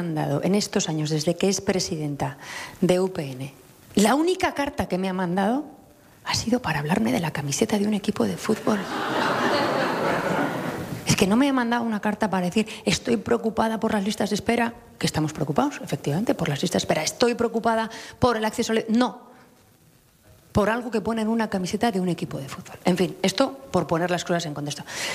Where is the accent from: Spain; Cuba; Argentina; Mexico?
Spain; Navarre; los navarros somos plurales, diversos, navarros que se sienten vascos, navarros que se sienten del mundo, navarros que se sienten solo navarros, navarros que se sienten navarros y españoles.